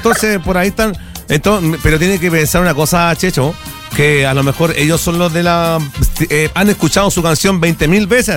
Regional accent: Quintero, Valparaíso, Chile; Yo soy de Quintero. No sé si ubica Quintero.

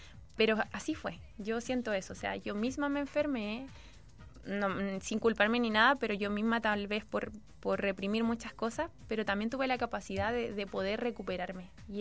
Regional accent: San Antonio, Valparaíso, Chile; yo soy de San Antonio

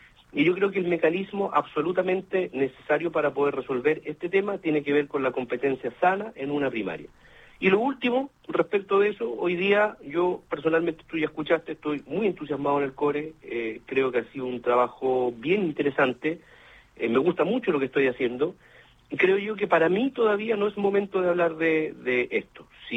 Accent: Linares, Maule, Chile; nosotros somos gente de Linares, hemos sido siempre toda la vida, nuestras familias

